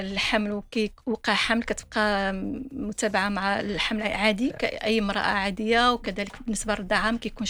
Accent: Morocco

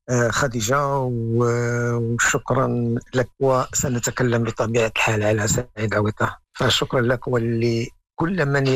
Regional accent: Fez, Fès-Meknès, Morocco; also born or lived in Kenitra; أنا خلقت في مدينة قنيطرة، ولكن لا أعرف شيئا عن مدينة قنيطرة. لأنني كبرت وتربيت، وكل ما فعلته في مدينة فاس. فصحيح هي مولد أين ولدت، ولكن لا أعرف شيئا عليها.

